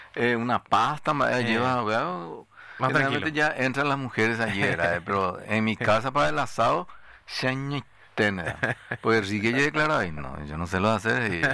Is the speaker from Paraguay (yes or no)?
yes; Paraguay; Soy paraguayo y ¿qué?